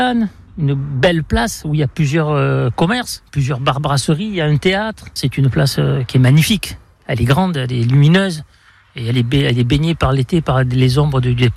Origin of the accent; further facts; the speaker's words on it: Aubagne, Provence-Alpes-Côte d'Azur, France; ça me fait plaisir de rester à Aubagne parce que je suis né à Aubagne, au pain vert. Je suis bien à Aubagne